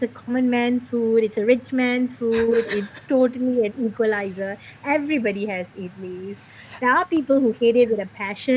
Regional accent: Singapore; born and bred in Singapore, where life is efficient, fast and highly productive

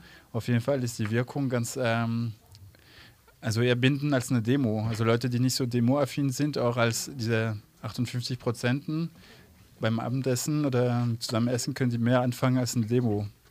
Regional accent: Biesenthal, Brandenburg, Germany; Also wir sind aus Biesenthal und ich muss mich auch anknüpfen zu dieser Biesenthal.

